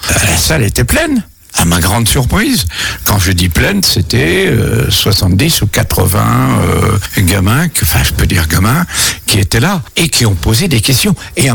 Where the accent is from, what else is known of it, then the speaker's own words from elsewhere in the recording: Pays de la Loire, France; first language Sarthe patois (Mayennais/Méniot); French is a second language; moved away; je suis né dans un tout petit village des Coivrons, viré en Champagne, où à la ferme on ne parlait ce que les gens appellent le patois